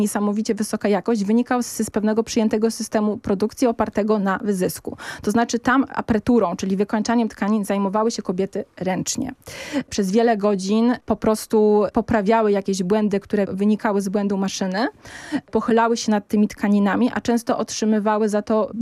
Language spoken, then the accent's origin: Polish; Silesian Voivodeship, Poland; mimo tego, że moja rodzinna miejscowość, wieś jest oddalona od Bielska, no to w sumie dzisiaj to jest, nie wiem, 30 minut samochodem